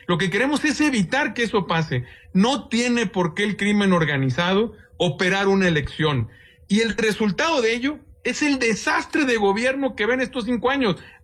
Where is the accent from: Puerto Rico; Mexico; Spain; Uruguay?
Mexico; Sinaloa; una campaña como somos los sinaloenses, abierta, alegre, franca